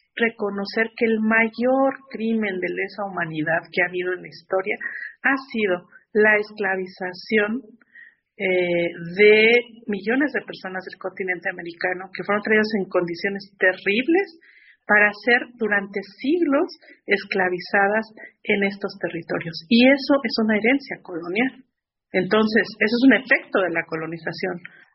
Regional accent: Mexico

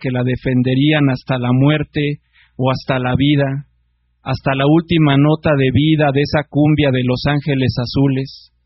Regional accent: Iztapalapa, Mexico City, Mexico; Nosotros venimos de una comunidad de Iztapalapa que se llama Xochitlanesi y que es una comunidad que se está organizando para vivir dignamente y vivir en autonomía.

